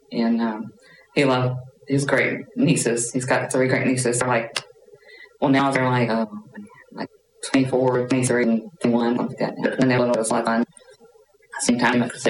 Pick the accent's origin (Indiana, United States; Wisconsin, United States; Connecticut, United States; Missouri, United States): Missouri, United States; born there; No, I was born down in Missouri.